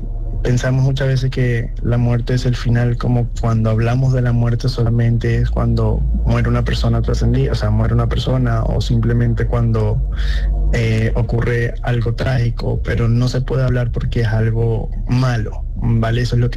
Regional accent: Venezuela; also born or lived in Argentina; now in Spain; soy venezolano, me fui a Argentina, estando en Argentina me fui a España, bien, junto con mi familia.

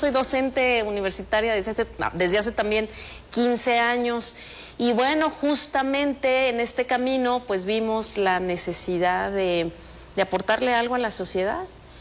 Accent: Zamora, Michoacán, Mexico; yo soy originaria de Zamora.

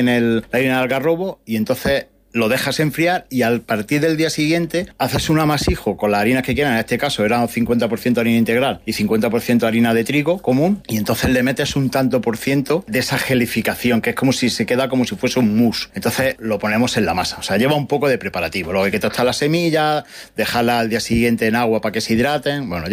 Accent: Villena, Valencian Community, Spain; somos de Villena

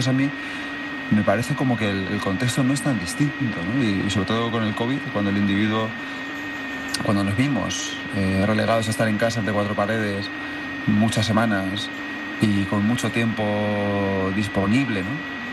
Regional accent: Manzanares, Castilla-La Mancha, Spain; Yo siempre digo que es como cuando yo era pequeño y estaba en mi pueblo, ¿no? Yo soy un pueblo de Ciudad Real muy chiquitín, de Manzanares.

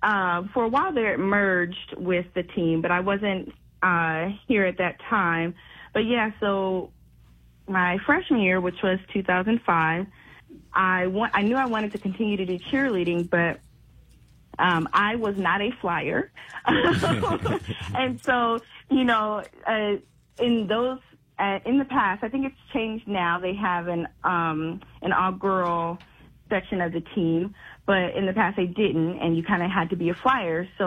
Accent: Urbana, Illinois, United States; born there; I actually went to Urbana. I went to Urbana Middle School and Urbana High School and U of I, and then moved away briefly. So this is home.

